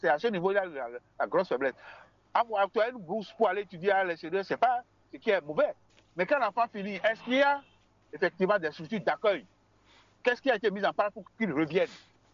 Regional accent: Benin; Regardez, même quand je reviens rapidement chez moi, au Bénin

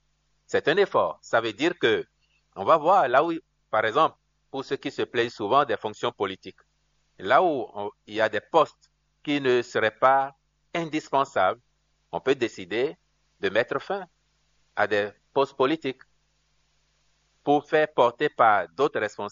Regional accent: Benin; comme je suis un Béninois responsable

